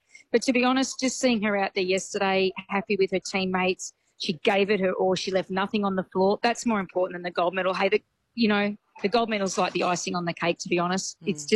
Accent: New South Wales, Australia; now in Brisbane, Australia; As you know, I think most people know we're from the Illawarra. My husband still resides in Shell Harbour. And I'm up in Brisbane or down the Gold Coast now with Ruby

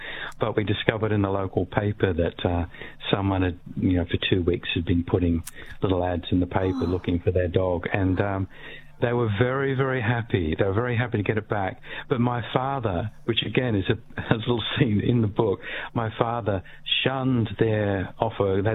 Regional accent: Australia; Is why are you, as an Australian writer, have you never set a book in Australia?

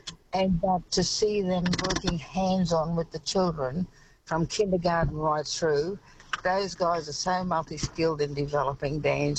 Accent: Cloncurry, Queensland, Australia; now in Townsville, Australia; And, you know, for me, my hometown is Cloncurry, and for me, coming back home, I've been in Townsville for, you know, 45 years plus

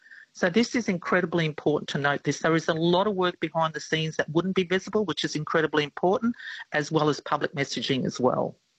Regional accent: Queensland, Australia; and I come from the Far North Queensland

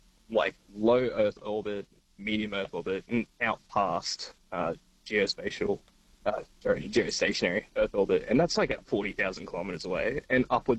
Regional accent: Darwin, Northern Territory, Australia; now in South Australia, Australia; And so when we first moved down, we're originally from Darwin, Northern Territory, and yeah, we moved down to SA.

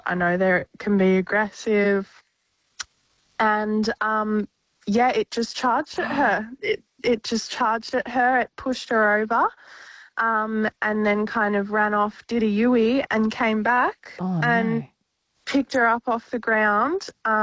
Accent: Victoria, Australia; We're from Victoria.

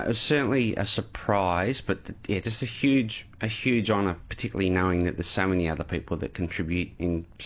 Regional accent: New South Wales, Australia; Look, I'm actually from Western New South Wales off a farm

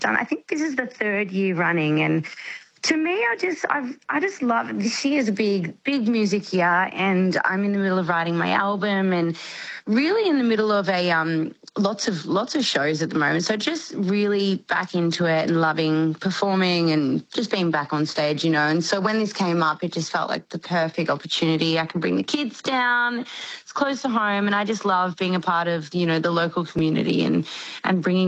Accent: Melbourne, Victoria, Australia; I was a country girl. I grew up in the Yarra Valley in Melbourne

